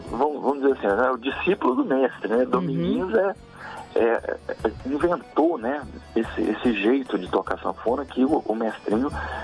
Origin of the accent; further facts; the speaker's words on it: Minas Gerais, Brazil; Eu e a Bárbara, sim, somos de Minas, né?